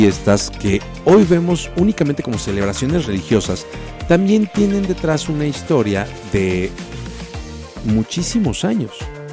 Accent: Mexico

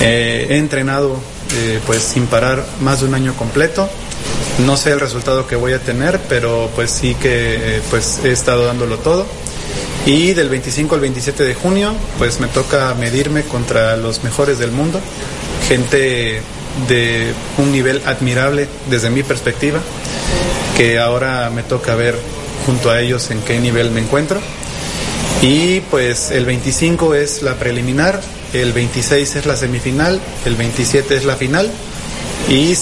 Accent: Veracruz, Mexico; born or raised there

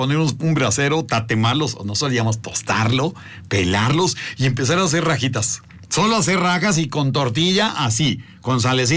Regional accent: San Rafael Tlanalapan, Puebla, Mexico; San Martín Texmelucan, mi pueblo, San Rafael Tranalapan, con municipio en Texmelucan

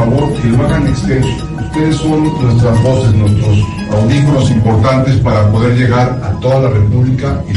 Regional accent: Puebla, Mexico; Yo como poblano no me canso de seguir probando todas nuestras delicias que tenemos Puebla, el estado, por supuesto, la capital.

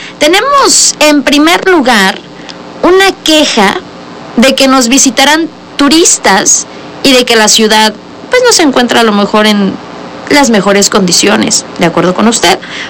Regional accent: Puebla, Mexico; Nosotros somos como ciudadanos, como poblanos, somos quienes utilizamos las vialidades

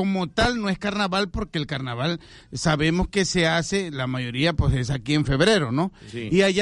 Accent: Tlaltetela, Veracruz, Mexico; moved away; yo vengo regresando de Tlatetela, mi tierra natal

